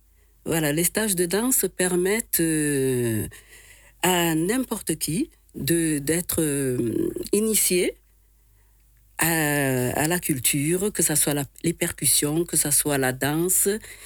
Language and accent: French; Marseille, Provence-Alpes-Côte d'Azur, France; moved away as an adult; also born or lived in Dakar, Senegal; now in Nîmes, France; Dakar, c'est la capitale du Sénégal. Donc j'y suis née, bon, j'ai grandi à Marseille et je suis arrivée à Nîmes en 2010.